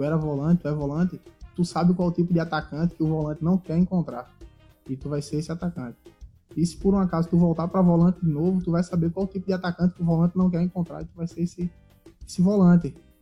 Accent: Recife, Pernambuco, Brazil; born or raised there

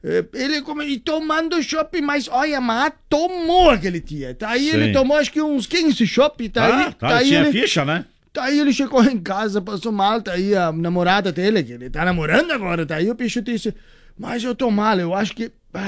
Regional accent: Itapiranga, Santa Catarina, Brazil; Tipo lá onde eu venho, lá de Itapiranga, aquela região ali.

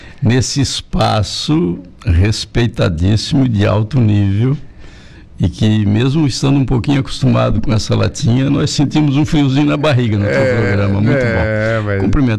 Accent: Brazil; born there; nasci no Manhoso, mas no interior do Manhoso já é interior, né? Uhum. Eu nasci no interior do Manhoso, lá na beira do rio, onde hoje tem os pesqueiros.

